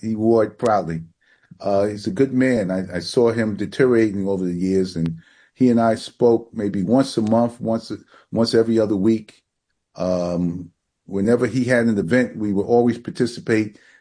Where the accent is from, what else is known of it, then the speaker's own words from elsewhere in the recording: Brooklyn, New York, United States; Well, you know, I grew up in Brooklyn.